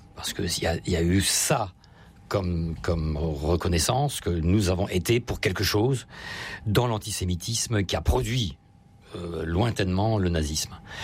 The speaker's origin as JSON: {"language": "French", "region": "Grand Est", "country": "France"}